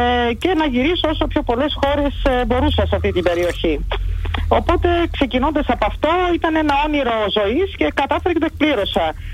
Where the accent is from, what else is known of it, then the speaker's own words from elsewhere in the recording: Berlin, Germany; Εγώ μεγάλωσα στην Γερμανία, ήταν γονείς μετανάστες εκεί.